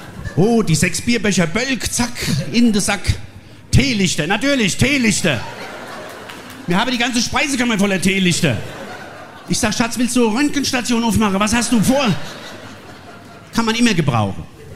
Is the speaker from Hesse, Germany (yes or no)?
yes; Hesse, Germany; ich bin ehrlich ein bisschen stolz drauf, als Hesse weltweit in Deutschland unterwegs zu sein.